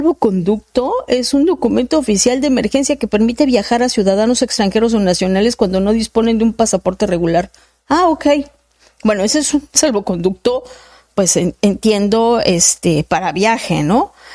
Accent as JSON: {"language": "Spanish", "country": "Mexico", "said": "Y que coincidiría como mexicana"}